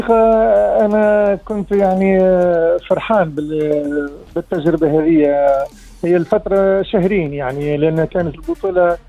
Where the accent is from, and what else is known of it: Tunisia